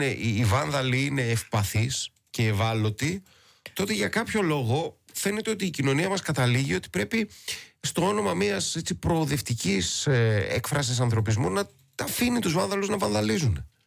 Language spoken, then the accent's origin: Greek; Greece